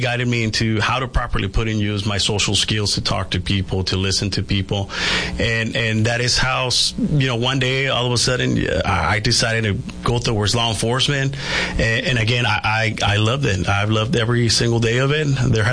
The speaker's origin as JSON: {"language": "English", "town": "Yuma", "region": "Arizona", "country": "United States", "tie": "born or raised there", "also_born_or_lived": "San Luis, Arizona", "said": "I was born and raised in the Yuma area, always been in the county."}